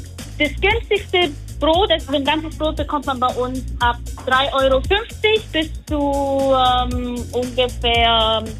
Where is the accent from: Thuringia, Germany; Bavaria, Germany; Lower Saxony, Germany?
Bavaria, Germany; Memmingen; moved away as an adult; also born or lived in Illertissen; now in Bangkok, Thailand; geboren bin ich in Illertissen, also das ist nähe Memmingen, aufgewachsen in Memmingen, aber bin tatsächlich Italienerin.